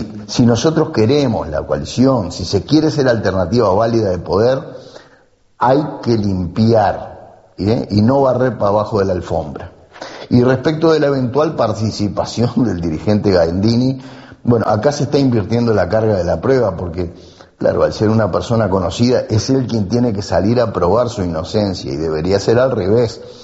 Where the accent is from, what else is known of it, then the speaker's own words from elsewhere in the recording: Montevideo, Uruguay; moved away; Yo ya no soy montevideano, estoy fuera del departamento.